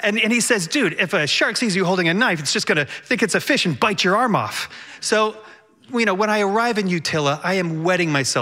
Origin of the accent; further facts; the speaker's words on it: Reston, Virginia, United States; moved away as an adult; also born or lived in New York City; now in Beacon, United States; I'm originally from Reston, Virginia, but I moved to New York City when I was 18, and I just stuck around for 25 years and eventually moved to the town of Beacon in New York